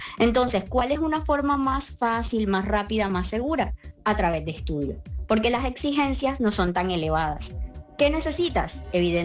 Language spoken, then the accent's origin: Spanish; Barranquilla, Atlántico, Colombia; now in Seville, Spain; suelen ser mucho como en la costa en Colombia, yo soy